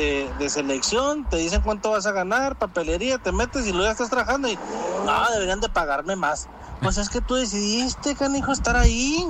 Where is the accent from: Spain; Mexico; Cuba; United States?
Mexico; nosotros como cultura mexicana